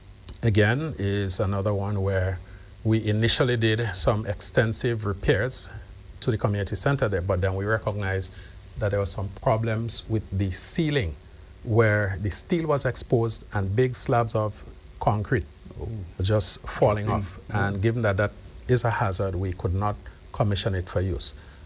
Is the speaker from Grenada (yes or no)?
yes; Chantimelle, Saint Patrick, Grenada; I'm from Chantemelle, the land of the short knee.